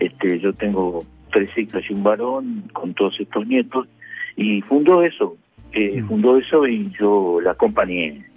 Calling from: Tres de Febrero, Buenos Aires Province, Argentina; Soy de 3 de febrero, acá al ladito de General Paz.

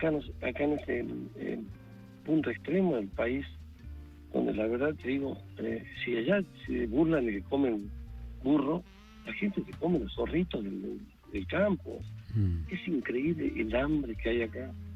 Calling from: Salta, Argentina; soy salteño

